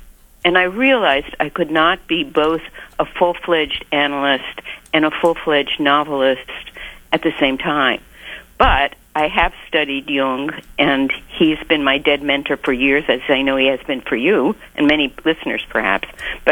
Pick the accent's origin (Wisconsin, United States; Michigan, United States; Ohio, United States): Wisconsin, United States; Madison; We are from Madison, Wisconsin.